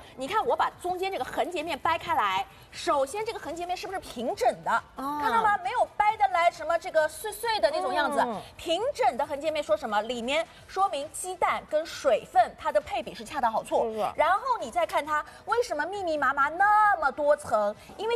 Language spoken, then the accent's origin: Chinese; Shanghai, China; 也是就是符合我们上海人的一些口味的一些需求